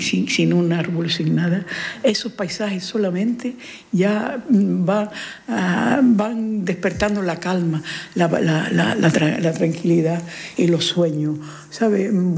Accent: Fuerteventura, Canary Islands, Spain; yo soy de Majorera, de familias majoreras

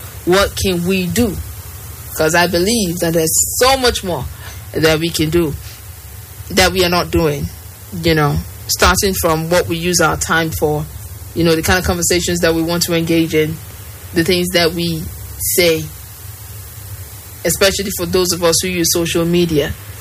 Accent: Nigeria; why, as the Nigerian public, people who, you know, digest social media and enjoy social media, why have we decided that we would allow ourselves to be distracted from the things that matter?

